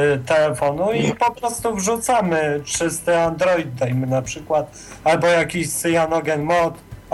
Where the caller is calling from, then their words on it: Kraków, Lesser Poland, Poland; Jestem z Krakowa w ogóle.